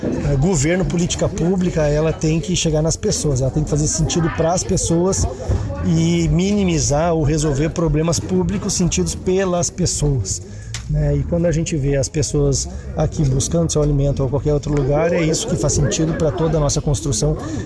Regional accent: Santa Maria, Rio Grande do Sul, Brazil; also born or lived in Dona Francisca; eu sou nascido e criado em Santa Maria

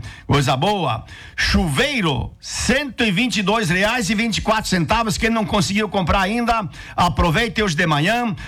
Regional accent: Lindóia do Sul, Santa Catarina, Brazil; Lindóia do Sul, a minha terra natal.

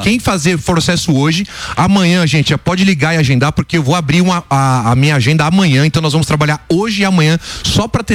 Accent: São Paulo, Brazil; Eu sou da região do Morumbi, eu, minha esposa, meus filhos não conseguem ir num shopping sozinho, né?

